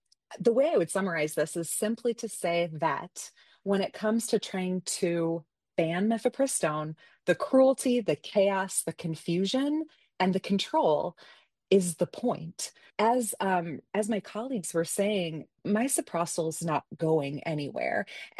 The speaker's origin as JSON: {"language": "English", "region": "Iowa", "country": "United States", "said": "And here in my home state of Iowa, it's actually 6 times more likely."}